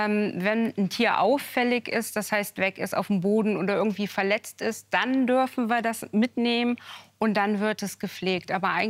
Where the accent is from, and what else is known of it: Cologne, North Rhine-Westphalia, Germany; born or raised there; also born or lived in United States